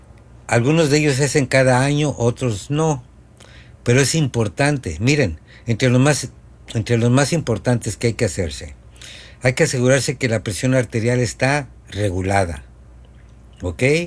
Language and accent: Spanish; Mexico